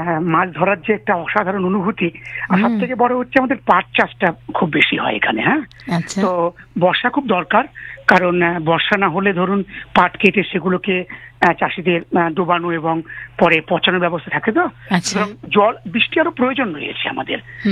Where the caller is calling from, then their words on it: Beldanga, West Bengal, India; কথা বলছি, মুর্শিদাবাদ জেলার বেলডাঙ্গা থেকে।